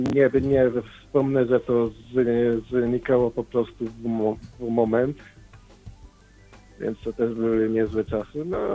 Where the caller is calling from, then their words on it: Sosnowiec, Silesian Voivodeship, Poland; u mnie w Sosnowcu